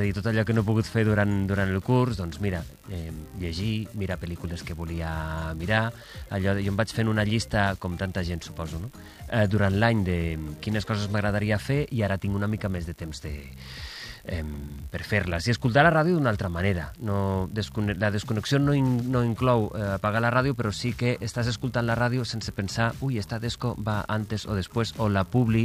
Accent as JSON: {"language": "Catalan", "town": "Valencia", "region": "Valencian Community", "country": "Spain", "moved": "as an adult", "lives_now": "Barcelona, Spain", "said": "Soc de València, i quan vaig venir a Barcelona a estudiar el primer any de carrera a l'Autònoma"}